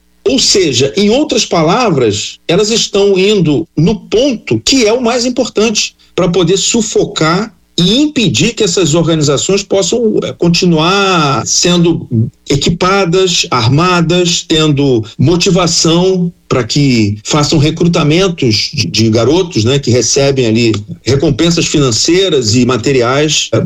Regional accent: Brazil; Nós somos brasileiros

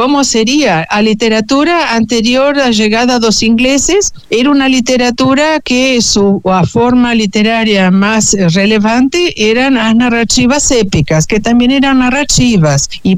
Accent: Argentina; Portuguese is a second language; now in Brazil; eu, quando vim morar no Brasil, eu sou argentina

